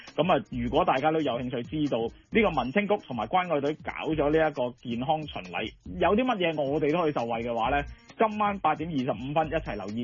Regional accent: Hong Kong

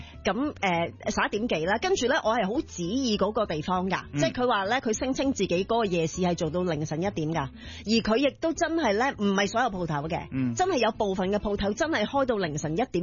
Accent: Hong Kong; 其实由细到大咧，我谂我即系作为一个香港人

